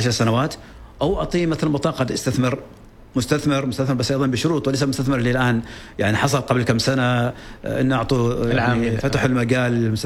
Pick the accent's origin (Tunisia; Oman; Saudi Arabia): Oman; نتكلم عن بلد احنا على سكانه كعمانيين ما يتجاوز 3.5 مليون نسمه،